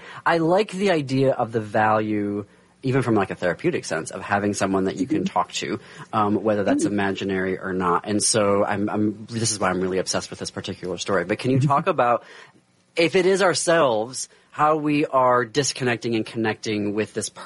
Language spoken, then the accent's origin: English; Midwest, United States; as a queer kid growing up in the Midwest and then having, you know, an Armenian family that was across the ocean